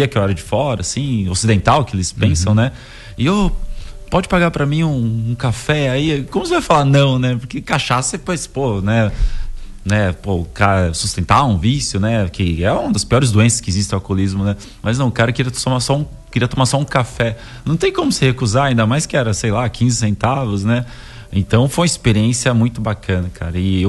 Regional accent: São Paulo, Brazil; pessoa que migra, eu sou migrante, vim de São Paulo.

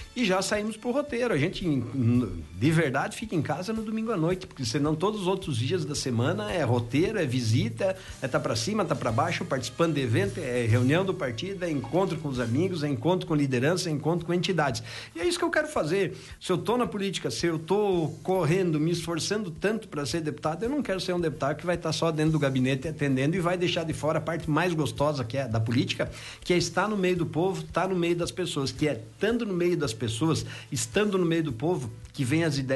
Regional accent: Mondaí, Santa Catarina, Brazil; born there; lá da minha terra, de Mondaí

